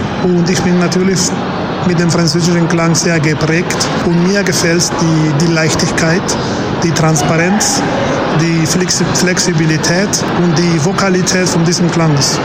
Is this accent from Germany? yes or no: no; Argentina; German is a second language; now in France